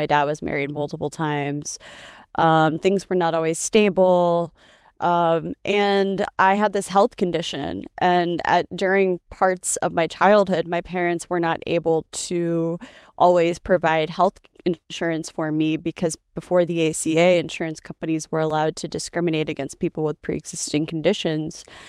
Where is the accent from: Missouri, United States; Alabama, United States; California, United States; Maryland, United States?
Missouri, United States; Kansas City; So I was born in the Kansas City, Missouri area. Spent my childhood on both sides of the state line, so I can't claim one. I claim both.